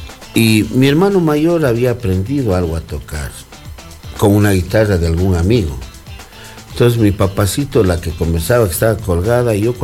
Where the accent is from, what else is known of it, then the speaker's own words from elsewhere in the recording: Ecuador; Yo soy muy ecuatoriano, sí, pero al Perú le agradezco mucho.